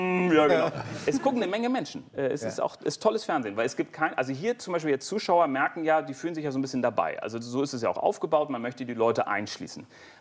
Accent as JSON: {"language": "German", "region": "North Rhine-Westphalia", "country": "Germany", "tie": "born or raised there", "said": "Und ich habe einen Großteil meiner Kindheit auf dem Bauernhof in Westfalen verbracht, wo meine Mutter herkommt."}